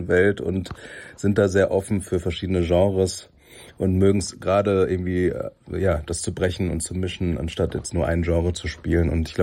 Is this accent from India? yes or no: yes; India; also born or lived in Germany; Also ich bin halt in Deutschland geboren, mein Vater ist aus Indien. Wir sind dann auch nach Indien gezogen und dort gab es halt eben viel Englisch, aber auch Tamil und Hindi.